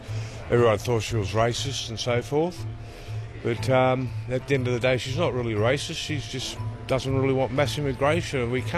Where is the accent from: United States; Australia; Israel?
Australia; Coffs Harbour, New South Wales; I come from Coffs Harbour.